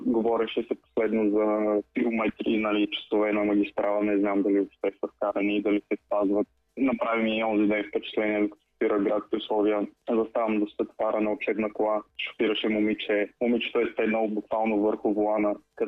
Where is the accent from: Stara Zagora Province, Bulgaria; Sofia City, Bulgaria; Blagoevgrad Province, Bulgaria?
Blagoevgrad Province, Bulgaria; Kochan; Значи аз съм на 22 години от село Кочан, община Стовче, Гоцеделчество.